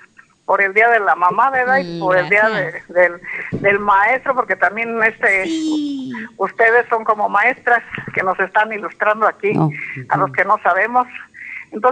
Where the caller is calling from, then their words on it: Álvaro Obregón, Mexico; Yo soy aquí de Álvaro Obregón.